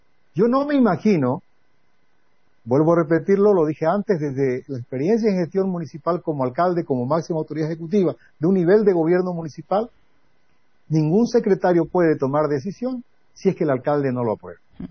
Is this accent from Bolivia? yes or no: yes; Santa Cruz, Bolivia; como boliviano, como cruceño.